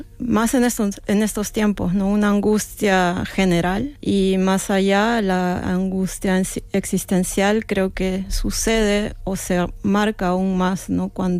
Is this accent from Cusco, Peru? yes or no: no; Lima, Peru; now in Norway; porque vengo de una ciudad, yo soy de Lima, una ciudad donde los animales están abandonados, están maltratados o son las mascotas, ¿no?